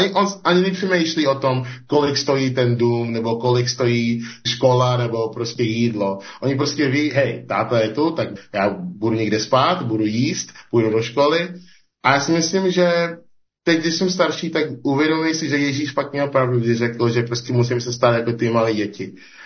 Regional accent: Nigeria; Czech is a second language; now in Czech Republic

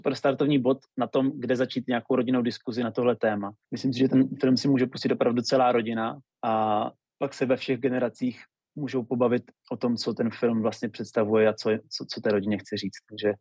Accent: Lipník nad Bečvou, Olomouc Region, Czechia

